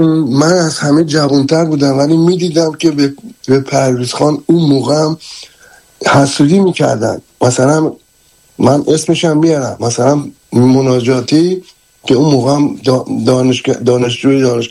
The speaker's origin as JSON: {"language": "Persian", "town": "Tehran", "region": "Tehran Province", "country": "Iran", "tie": "born there", "said": "با این که من در یک محله متولد شدم در تهران 400 دستگاه که فوتبال خیز بود"}